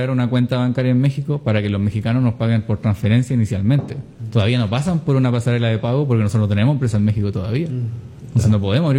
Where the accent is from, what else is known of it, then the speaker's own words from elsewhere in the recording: Concepción, Biobío, Chile; Somos todos de Conce. Todo el equipo de Conce.